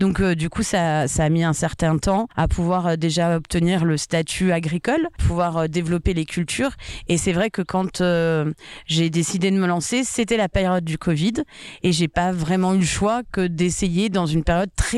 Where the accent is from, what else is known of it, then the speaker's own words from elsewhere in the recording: Nancy, Grand Est, France; now in Moussey, France; je suis originaire de Nancy, donc qui est la grande ville pas très loin d'ici.